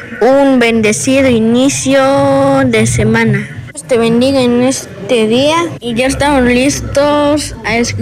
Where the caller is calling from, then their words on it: Mexico; te escucho en Custitali.